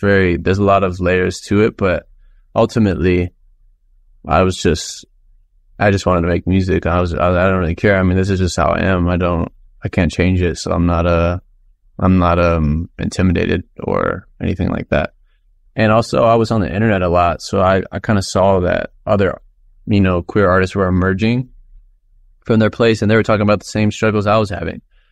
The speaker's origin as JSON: {"language": "English", "country": "United States", "tie": "born or raised there", "said": "I'm from here. I'm American. I was born in America."}